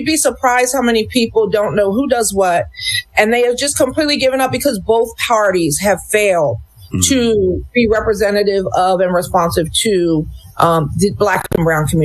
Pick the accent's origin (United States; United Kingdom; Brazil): United States; So I'm from Montgomery County, right? And it's beautiful. It's the second wealthiest county in the state, right?